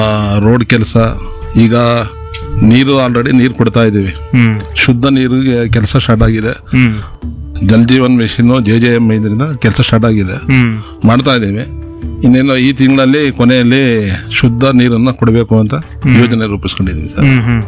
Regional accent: Saragur, Karnataka, India; ಸರಗೂರಿನಲ್ಲೇ ನಿವಾಸಿ ಆಗಿರ್ತೇನೆ, 8ನೇ ವಾರ್ಡ್ ನಿವಾಸಿ ಆಗಿರ್ತೇನೆ.

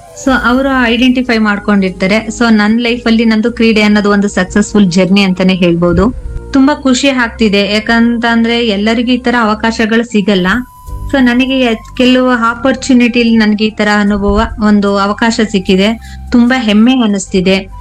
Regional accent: Kanchagarakoppalu, Karnataka, India; 1-7 ನಾನು ಕಂಚಗಾರಕೊಪ್ಪಲಲ್ಲೇ ಓದಿದ್ದು, 7th PU ನಮ್ಮ ಊರಿನ ಪಕ್ಕ 4 ಕಿಲೋಮೀಟರ್ ಕೆಸ್ತೂರ್ ಕೊಪ್ಪಲು.

